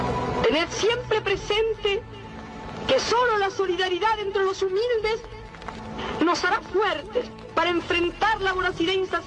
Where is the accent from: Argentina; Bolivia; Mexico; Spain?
Argentina